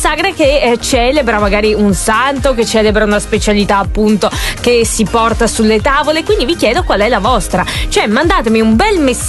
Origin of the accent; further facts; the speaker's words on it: Farra di Soligo, Veneto, Italy; vengo dalla zona di Farra di Soligo